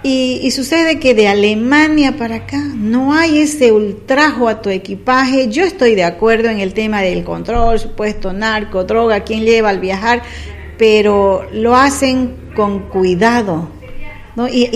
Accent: Bolivia; para nosotros como bolivianos

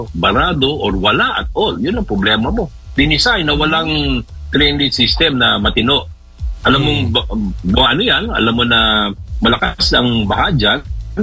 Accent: Manila, Metro Manila, Philippines; Lumaki ako sa Divisoria, talagang daanan ng trakasyan eh.

